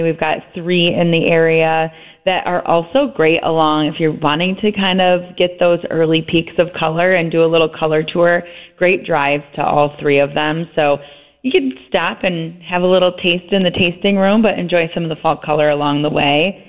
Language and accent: English; Michigan, United States; I'm born and raised in Michigan